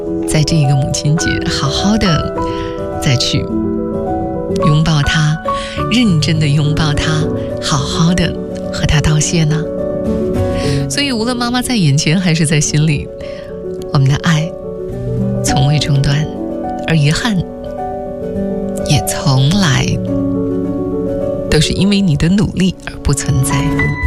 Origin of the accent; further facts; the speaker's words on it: China; 我们中国人